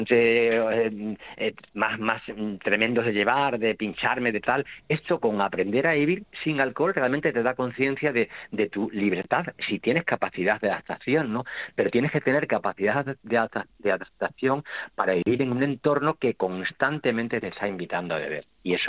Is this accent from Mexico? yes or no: no; Almendralejo, Extremadura, Spain; now in Plasencia, Spain; Yo que soy vivo en Plasencia, pero soy de Almendralejo